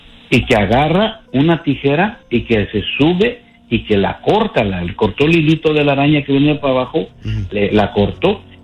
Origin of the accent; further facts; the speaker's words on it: Oaxaca, Mexico; Yo soy del estado de Oaxaca.